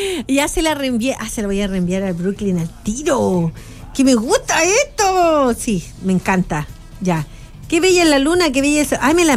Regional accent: northern Chile, Chile; somos guapas las chilenas

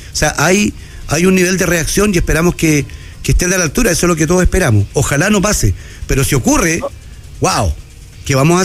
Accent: Antofagasta, Chile; Los que somos de Antofagasta y vivimos lamentablemente el 91, lo sabemos.

